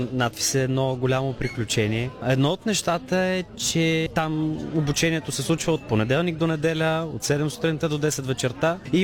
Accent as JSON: {"language": "Bulgarian", "town": "Targovishte", "region": "Targovishte Province", "country": "Bulgaria", "tie": "born or raised there", "also_born_or_lived": "Sofia", "moved": "as an adult", "lives_now": "Burgas, Bulgaria", "said": "в моя роден град Търговище"}